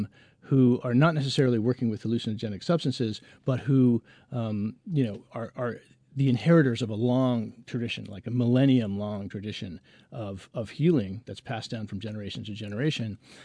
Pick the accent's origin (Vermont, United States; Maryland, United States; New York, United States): Vermont, United States; As a Vermonter, as a Vermont writer